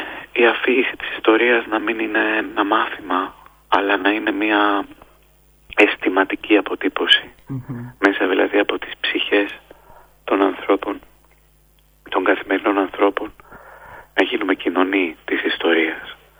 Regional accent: Missolonghi, Western Greece, Greece; Όταν ήμουν μικρός και ήμουν στο Μεσολόγιο, η αδερφή μου μου τραγουδούσε κατά προτροπή του πατέρα μου τη … και έτσι μεγάλωσα με αυτό το τραγούδι

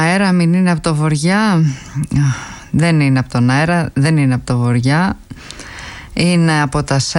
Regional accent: Thessaly, Greece; Αυτό το τραγούδι της ξενιτιάς που χορεύεται στα μέρη μας σαν συγκαθιστό, ένα τραγούδι από τη Δυτική Θεσσαλία.

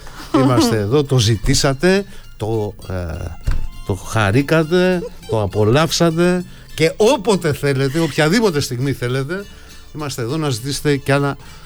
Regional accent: Arta, Epirus, Greece; Εγώ είμαι από την Άρτα.

